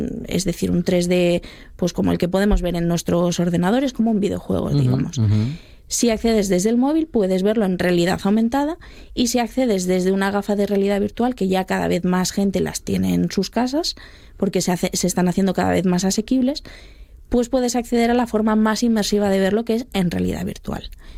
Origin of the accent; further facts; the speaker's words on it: Asturias, Spain; los que somos asturianos sabemos escanciar ya bastante bien, ya vamos con ello en la sangre